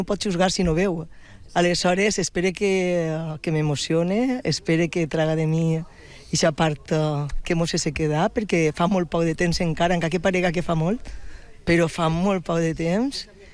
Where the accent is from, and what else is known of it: Albal, Valencian Community, Spain